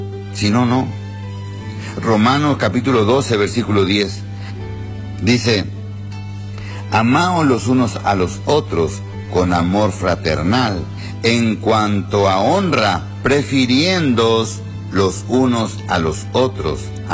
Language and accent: Spanish; Argentina; Yo puedo ir a Paraguay, pero soy argentino.